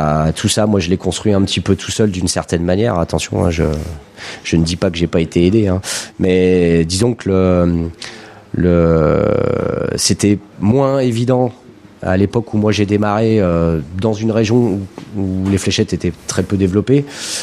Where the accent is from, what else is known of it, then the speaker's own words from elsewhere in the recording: France; même chez nous en France